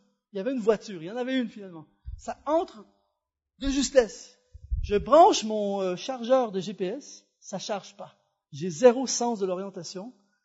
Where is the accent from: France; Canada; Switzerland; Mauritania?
Canada; Quebec; accent: Québécois; Et là, je sors mon accent québécois. Mais vous pensez, je connais rien ici.